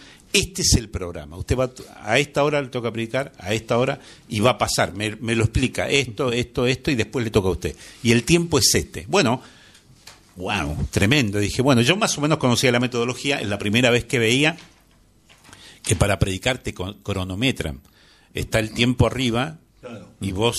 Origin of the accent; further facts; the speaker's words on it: Buenos Aires Province, Argentina; Yo de donde vengo, es decir, de Argentina, y de una iglesia en la provincia de Buenos Aires